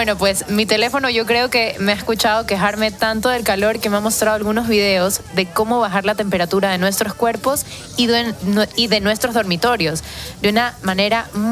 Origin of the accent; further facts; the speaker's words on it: Ecuador; una de las ciudades más calurosas de mi país, Ecuador. Y bueno, hay que tener en cuenta que el calor en mi país es húmedo